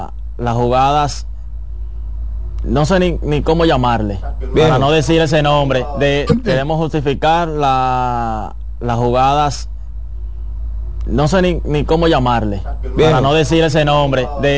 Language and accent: Spanish; Dominican Republic; porque somos dominicanos.